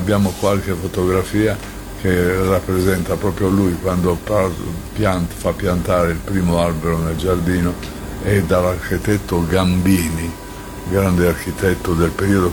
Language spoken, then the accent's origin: Italian; Bologna, Emilia-Romagna, Italy; also born or lived in Padua / Giulianova; a 2 anni sono andato a Bologna, è stato sempre Bologna e Giulianova